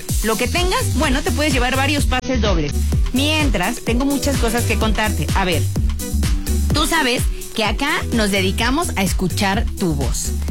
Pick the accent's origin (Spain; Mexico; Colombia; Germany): Mexico; ahorita que estamos hablando de que somos muy mexicanos